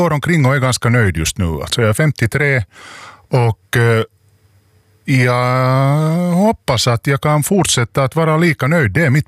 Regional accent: Finland; Som finlandssvensk så jag visste nog det

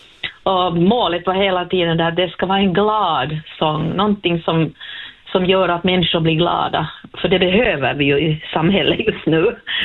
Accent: Sweden; att svenska är mitt modersmål

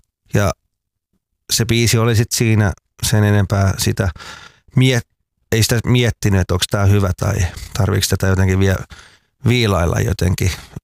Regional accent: Tampere, Pirkanmaa, Finland; vaikka mä koen, että olen tamperelainen, tai me ollaan, sanotaanko, että me ollaan tamperelaistuttu

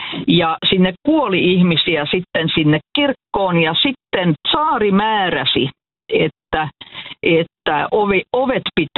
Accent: Vantaa, Uusimaa, Finland; Joo, mä oon vantaalainen paikallishistorian harrastaja.

